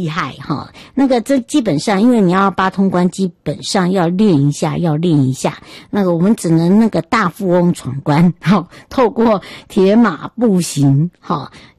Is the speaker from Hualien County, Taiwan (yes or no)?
yes; Yuli, Hualien County, Taiwan; 那整个活动呢是10月18号在玉里，那么在这个我的家乡齁，来正式启动。